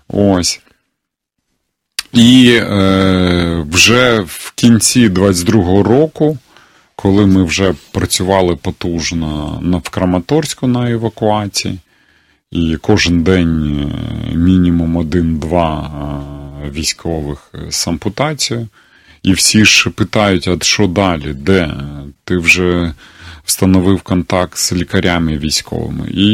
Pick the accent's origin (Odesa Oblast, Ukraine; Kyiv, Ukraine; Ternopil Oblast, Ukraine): Kyiv, Ukraine; Ось, а я сам з Києва, чому в Києві нема?